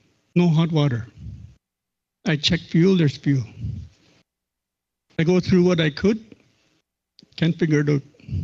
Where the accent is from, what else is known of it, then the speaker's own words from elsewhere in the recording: Fort Good Hope, Northwest Territories, Canada; I'm from Fort Good Hope.